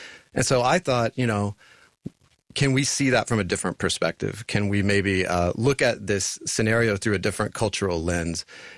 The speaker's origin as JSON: {"language": "English", "town": "Tulsa", "region": "Oklahoma", "country": "United States", "tie": "born or raised there", "said": "Yeah, so I grew up in Tulsa, Oklahoma, in the Cherokee Reservation."}